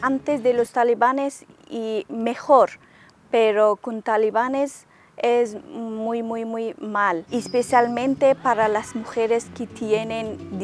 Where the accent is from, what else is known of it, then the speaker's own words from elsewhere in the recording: Afghanistan; Spanish is a second language; moved away; soy jugadora de baloncesto en silla de ruedas internacional y soy de Afganistán y técnico de ortopedia.